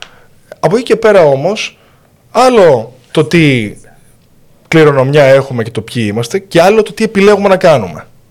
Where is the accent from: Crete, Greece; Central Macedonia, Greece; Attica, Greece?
Crete, Greece; Αντλούσα έμπνευση από τη γιαγιά μου εδώ στην Κρήτη που με μεγάλωσε.